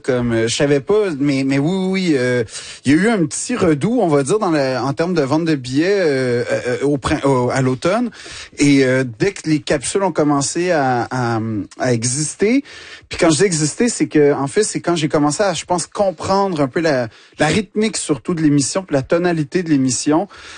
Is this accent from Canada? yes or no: yes; Quebec, Canada; Si il me regarde de haut du fait que je suis Québécois